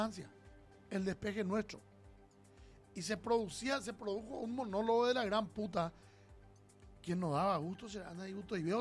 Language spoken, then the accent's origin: Spanish; Paraguay; yo soy el paraguayo ambicioso.